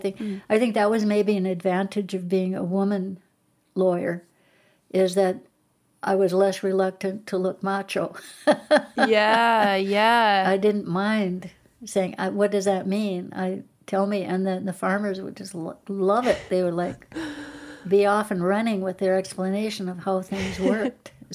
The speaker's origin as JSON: {"language": "English", "town": "Garrison", "region": "North Dakota", "country": "United States", "tie": "born or raised there", "said": "And my hometown was Garrison. It was right really nearby where I grew up. And I remember seeing the water come up as a kid."}